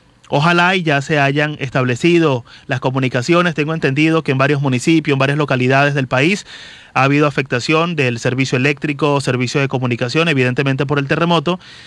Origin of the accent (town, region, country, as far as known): Venezuela